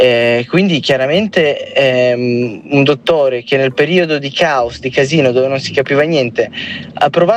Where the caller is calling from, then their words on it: Milan, Lombardy, Italy; da Milano.